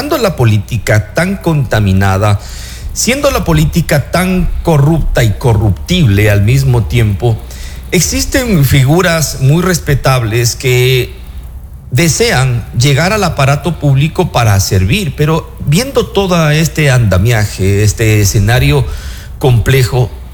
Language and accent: Spanish; Ecuador; nosotros como ecuatorianos